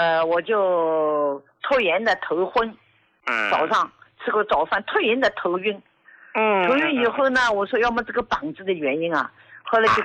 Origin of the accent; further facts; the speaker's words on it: Jiangsu, China; 我今年73岁，我是江苏的。